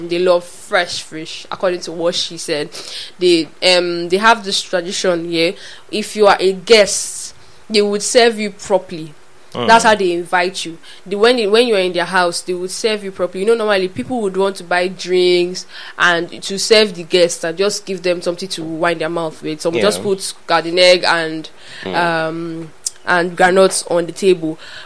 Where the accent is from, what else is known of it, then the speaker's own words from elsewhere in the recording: Cross River, Nigeria; I'm from Cross River State. I was like, okay, Calabar girl. I said, yes, I'm an Ife girl.